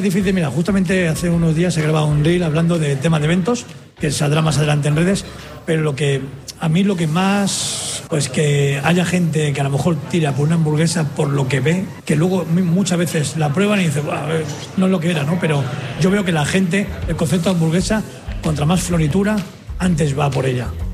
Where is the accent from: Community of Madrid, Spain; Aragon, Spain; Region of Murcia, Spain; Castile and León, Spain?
Community of Madrid, Spain; Torrejón de Ardoz; hasta que hemos llegado aquí, donde me crié, en Torrejón.